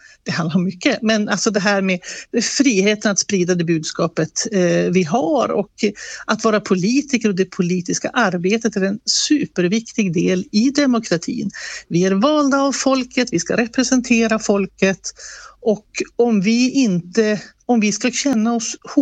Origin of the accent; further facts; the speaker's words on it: Västerbotten County, Sweden; born there; accent: Västerbotten; now in Nässjö, Sweden; Även jag har en brytning när jag pratar i Nässjö för jag har västerbottniskt ursprung.